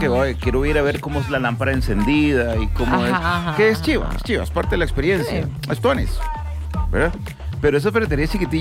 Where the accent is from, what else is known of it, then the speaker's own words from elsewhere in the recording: Moravia, San José, Costa Rica; yo soy de Moravia